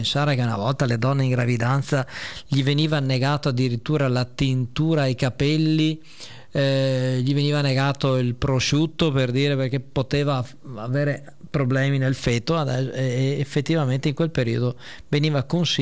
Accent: Veneto, Italy; io sono della provincia di Rovigo

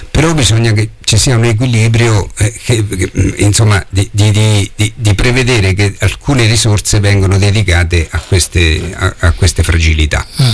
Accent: Macerata, Marche, Italy; Io ho vissuto sempre a Macerata, ho studiato fuori, però poi sono tornato, ho lavorato qui. È una città dove si vive bene

